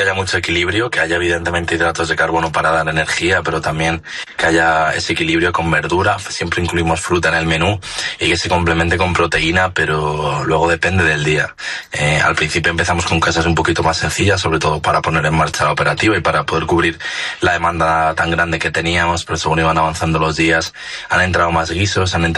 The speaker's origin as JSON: {"language": "Spanish", "town": "Navalacruz", "region": "Castile and León", "country": "Spain"}